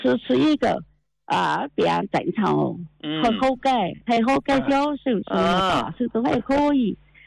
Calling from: Kunming, Yunnan, China; 我是昆明的一个81岁的老太太

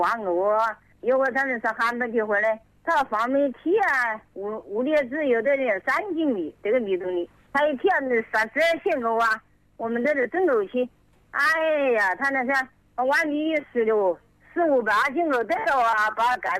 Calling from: Hanchuan, Hubei, China; 我是汉城的，汉川韩集。

